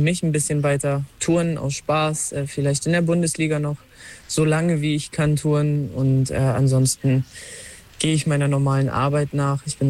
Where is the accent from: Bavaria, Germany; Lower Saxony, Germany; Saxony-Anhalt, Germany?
Lower Saxony, Germany; Hanover; Ich war schon immer extrem stolz darauf, Hannoveraner zu sein